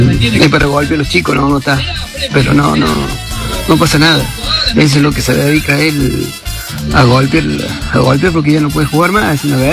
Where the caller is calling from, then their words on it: Córdoba, Argentina; soy de Barrio Los Frenos.